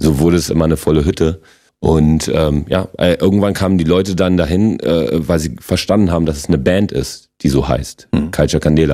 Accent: Berlin, Germany; accent: Berlin; Nee, ich muss mich tatsächlich in anderen Radiosendern beherrschen, dass ich nicht so krass Berliner so.

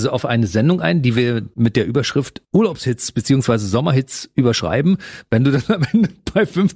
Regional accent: East Germany, Germany; ich bin ja aus dem Osten

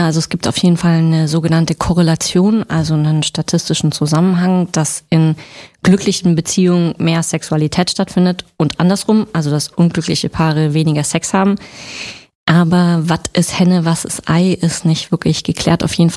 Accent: Freiburg, Baden-Württemberg, Germany; Ich komme aus der Sonnenstadt, genau.

